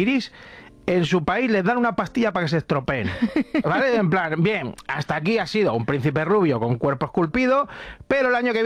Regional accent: Galicia, Spain; Pero es que soy gallego yo.

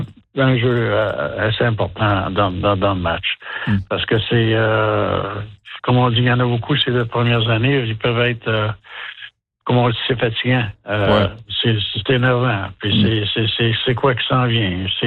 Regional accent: Montreal, Quebec, Canada; Ben j'ai grandi à Montréal avec Jean-Bigot, Maurice Richard.

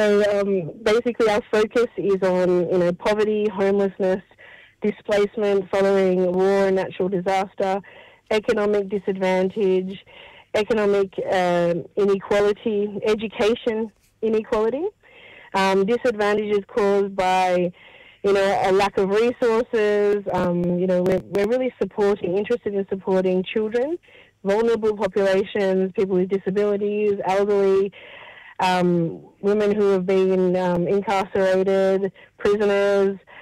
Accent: Melbourne, Victoria, Australia; born there; moved away as an adult; now in Canberra, Australia; I grew up in Melbourne, exactly. So I come here at a young age, and I've been in I was in Melbourne for a good part of the first part of my life, actually, till the age of about 25, and then I moved to Canberra. For the last 16 years, I've been in Canberra

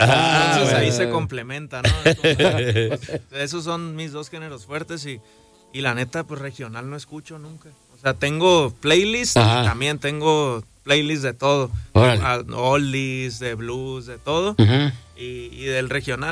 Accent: Tijuana, Baja California, Mexico; nosotros Ajá. somos de Tijuana

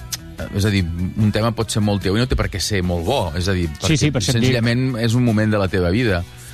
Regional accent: Sant Feliu de Buixalleu, Catalonia, Spain; que era un poble, el meu poble, Sant Feliu de Buixalleu, molt petit, que allà no hi havia res

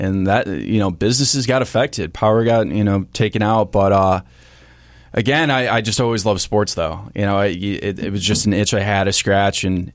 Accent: Cary, Illinois, United States; So I grew up in Cary, Illinois. So that's around 80, 90 minutes away from Chicago.

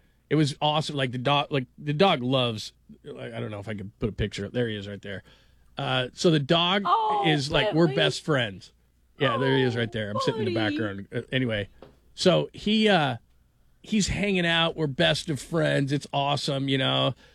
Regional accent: California, United States; my parents were playing 8-tracks and 60s music, and I grew up in California

